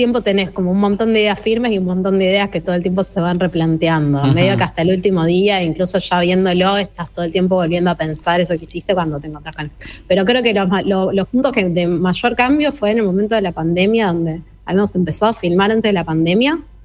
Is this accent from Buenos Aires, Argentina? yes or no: yes; Buenos Aires, Argentina